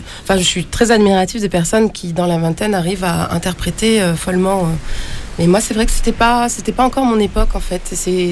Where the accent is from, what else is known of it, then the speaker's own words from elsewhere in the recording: Paris, Île-de-France, France; moi, je suis parisienne du 17e, 18e arrondissement. J'ai été beaucoup serveuse et j'ai travaillé dans les bars de Montmartre.